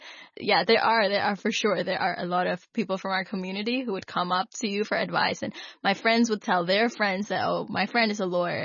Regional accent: Pakistan; You know, they think you're a Pakistani, I'm a Pakistani.

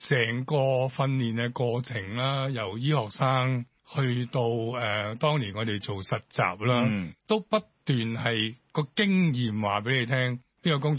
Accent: Hong Kong; 我喺長洲長大㗎。

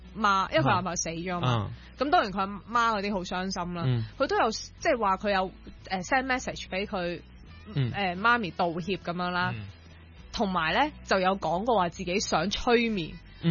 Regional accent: Hong Kong

